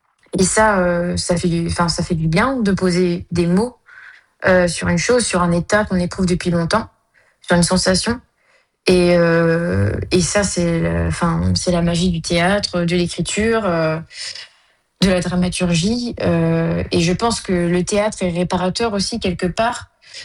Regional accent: France; en fait, je suis française, mais j'ai quelque chose en plus

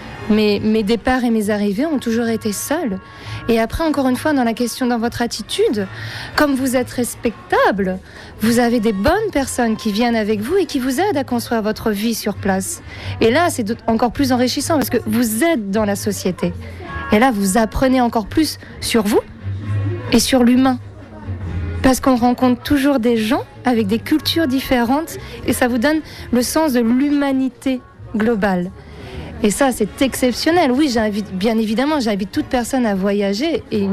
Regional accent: Normandy, France; born there; Je suis née en Normandie, d'une famille très internationale, puisque ma mère est née au Sénégal.

